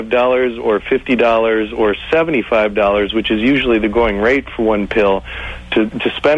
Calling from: Michigan, United States; I'm calling from Michigan, which is the birthplace of techno

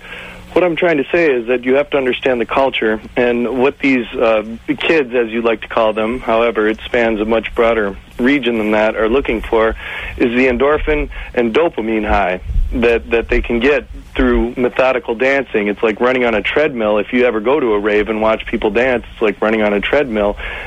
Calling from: Michigan, United States; I'm calling from Michigan, which is the birthplace of techno

